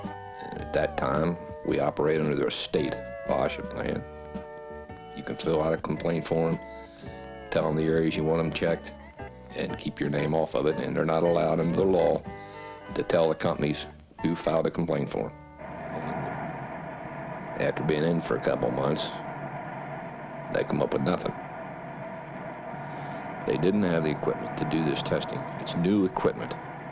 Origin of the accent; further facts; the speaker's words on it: Kerman, California, United States; born there; Well, I was born in Kerman 30th of January, 37. My dad, he's all born and raised in Kerman.